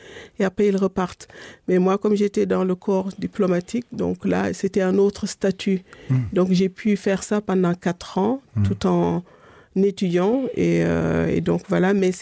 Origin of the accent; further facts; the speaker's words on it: Dakar, Senegal; born there; Je suis née à Dakar, mais mes parents viennent ma mère vient du nord du Sénégal, vers la frontière avec la Mauritanie